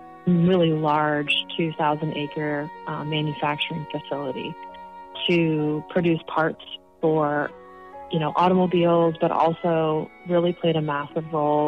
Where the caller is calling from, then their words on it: Plymouth, Michigan, United States; I'm calling in from Plymouth, Michigan, where I live with my husband and 2 kids.